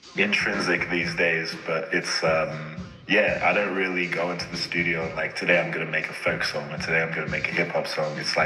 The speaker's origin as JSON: {"language": "English", "country": "Australia", "tie": "born or raised there", "also_born_or_lived": "Ghana", "said": "I was born in Ghana, but I came to Australia when I was like two. Okay. And then I was pretty much raised here"}